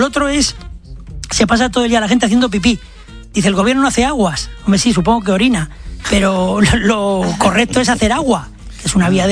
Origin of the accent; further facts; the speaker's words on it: Lorca, Region of Murcia, Spain; a mí también me gusta, cuando vengo de Lorca muchas veces digo mese, pero la academia ahí pone freno.